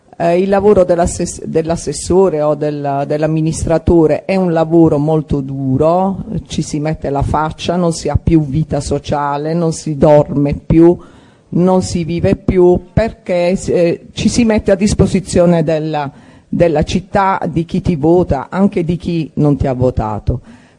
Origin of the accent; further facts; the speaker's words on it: Barletta, Apulia, Italy; vengo orgogliosamente dal sud, dalla Puglia e precisamente da Barletta.